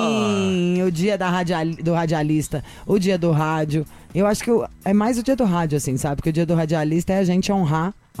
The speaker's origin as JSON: {"language": "Portuguese", "country": "Brazil", "said": "Sou brasileira"}